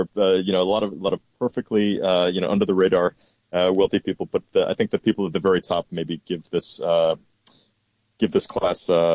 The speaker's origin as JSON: {"language": "English", "town": "Rochester", "region": "New York", "country": "United States", "tie": "born or raised there", "said": "I grew up in Rochester, New York. My father is an optometrist, so it definitely was comfortable"}